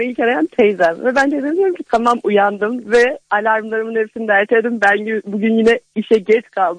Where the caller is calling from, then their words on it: Araç district, Kastamonu, Turkey; Kastamonu Arak ilçesinden arıyorum.